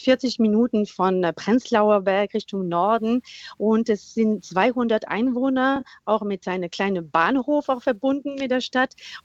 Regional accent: France; now in Brandenburg, Germany; erstmal bin ich Französin.

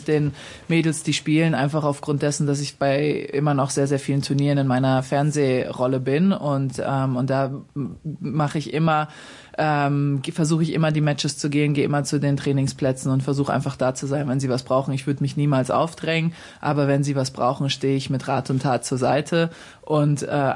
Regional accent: Darmstadt, Hesse, Germany; born or raised there; now in New York, United States

